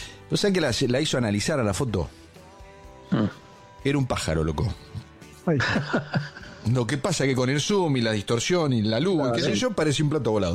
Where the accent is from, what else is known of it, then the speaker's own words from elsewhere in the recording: Argentina; Y cuando te quedas sin tiempo, tenés que buscarle la vuelta. Para eso somos argentinos.